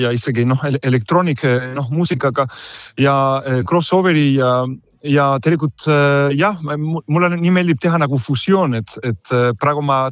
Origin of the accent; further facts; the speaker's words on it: Spain; now in Estonia; tegelikult Eesti on praegu minu kodu , mina olen Hispaanias pärit , aga nüüd ma võin öelda , et ma olen juba nagu eestlane või pooleestlane , sest ma olen siin elanud nii kaua , et juba 16 aastat Eestis